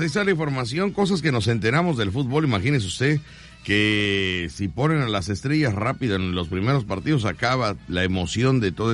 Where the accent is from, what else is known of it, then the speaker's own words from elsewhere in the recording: Mexico; No, yo le voy a México, yo soy mexicano, de acá, de este lado, yo soy mexicano, así